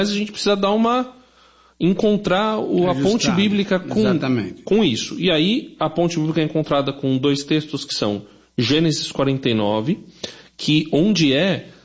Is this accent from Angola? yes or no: no; Brazil; Eu sou brasileiro, o pastor Itamir é brasileiro, a Renata é brasileira. E nas nossas famílias nós temos aí ascendência.